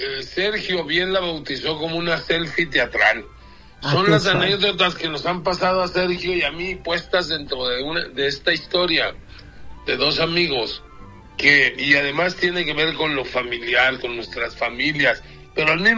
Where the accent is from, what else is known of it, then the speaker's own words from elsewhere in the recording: Sonora, Mexico; yo no soy mexicano, yo soy sonorense.